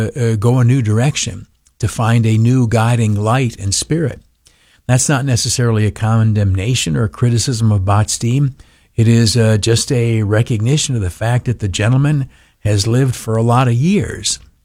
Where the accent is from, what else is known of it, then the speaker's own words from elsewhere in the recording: New York, United States; I'm a hillbilly from the Southern Tier.